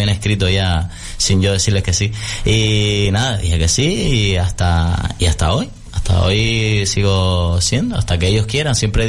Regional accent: Telde, Canary Islands, Spain; moved away as an adult; also born or lived in Lanzarote; nos conocíamos de toda la vida de Telde, sobre todo la gente de La Majadilla, que me crié en La Majadilla

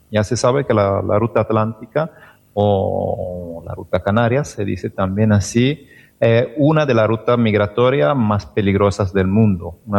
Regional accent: Italy; Spanish is a second language; now in Tenerife, Spain; Yo soy italiano, no uso mi idioma en la investigación. Entonces, siempre soy extranjero, la verdad, en lo que hago.

